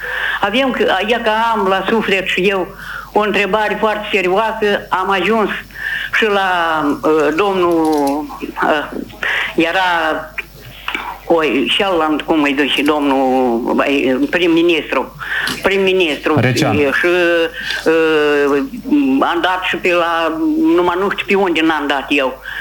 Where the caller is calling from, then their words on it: Telenești, Telenești District, Moldova; sunt din Telenești.